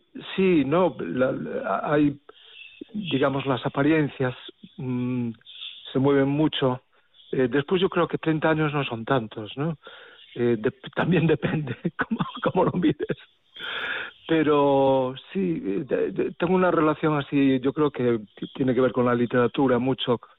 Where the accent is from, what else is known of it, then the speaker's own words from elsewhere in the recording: A Coruña, Galicia, Spain; ahora mismo estoy exactamente en Monte Alto, que es un barrio de Coruña, que es un poco mi punto cero también en la vida.